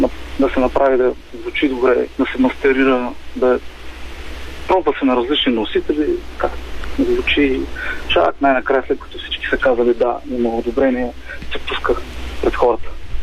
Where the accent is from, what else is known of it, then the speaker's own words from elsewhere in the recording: Burgas, Burgas Province, Bulgaria; Да, ние сме от Бургас.